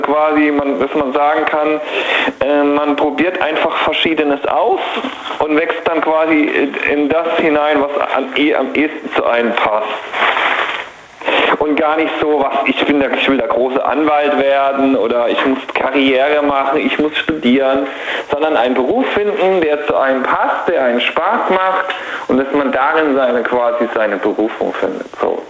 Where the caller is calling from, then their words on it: Heidelberg, Baden-Württemberg, Germany; Ich komme aus dem Heidelberger Raum.